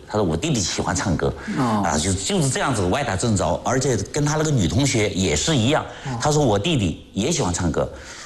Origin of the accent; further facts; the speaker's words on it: Yongxing, Jiangxi, China; 我呢从小在永兴长大，喝永兴的水，吃永兴的饭